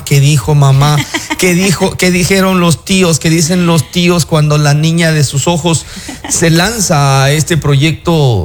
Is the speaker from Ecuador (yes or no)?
yes; Santo Domingo, Santo Domingo de los Tsáchilas, Ecuador; Santo Domingo es gente de, es tierra de gente muy emprendedora